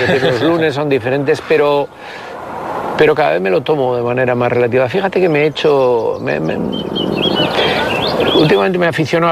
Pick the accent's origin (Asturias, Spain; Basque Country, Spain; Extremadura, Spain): Basque Country, Spain; Bilbao; Aita me llevaba de pequeño a ver en San Ignacio, jugaban en el barrio de San Ignacio, el equipo que luego jugué yo, el Bilbao Rugby Club.